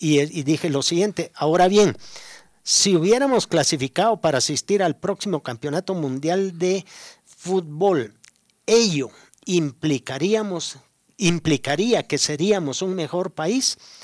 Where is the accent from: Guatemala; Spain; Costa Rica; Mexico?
Guatemala; y nosotros como chapines, pues desde el momento que no está nuestra propia selección nacional